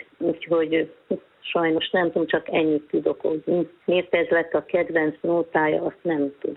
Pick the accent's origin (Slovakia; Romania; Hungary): Hungary; Budapest; born there; Zuglóba laktak albérletbe. Én amerikai úti születtem, az Uzsoki, nem, az Uzsoki kórházba